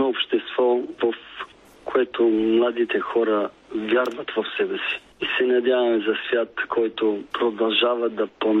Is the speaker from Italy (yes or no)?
yes; Italy; Bulgarian is a second language; now in Bulgaria; Аз съм италианец, ама в моето сърце е в България.